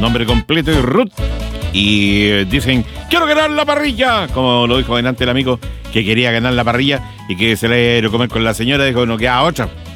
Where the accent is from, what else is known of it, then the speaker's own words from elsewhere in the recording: Chile; nuestro país hermoso, largo y angosto territorio llamado Chile.